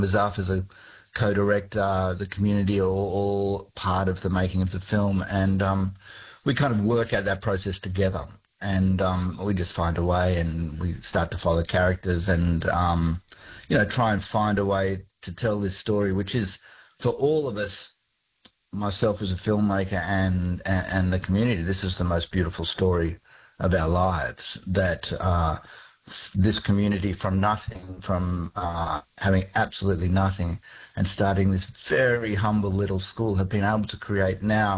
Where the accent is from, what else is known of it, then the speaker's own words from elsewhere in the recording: Australia; myself as an Australian